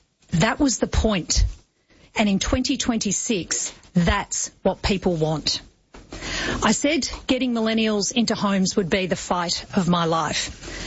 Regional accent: Bendigo, Victoria, Australia; And today, it means that my kids have the opportunity in their community that I didn't have when I grew up in Bendigo.

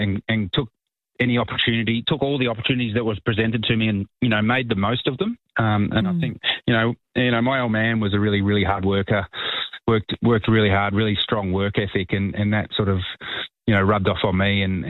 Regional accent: Perth, Western Australia, Australia; So I'd been playing AFL footy as a young kid, as you do growing up in Perth. It's an AFL town.

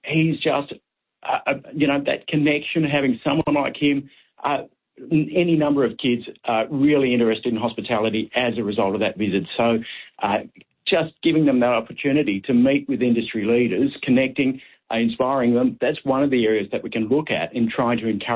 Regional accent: Albury, New South Wales, Australia; I'm from Albury, obviously

